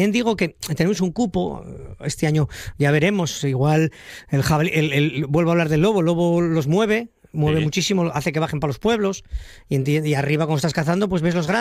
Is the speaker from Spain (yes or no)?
yes; Asturias, Spain; hay otra opción, que somos asturianos y nosotros, bueno, yo el primero.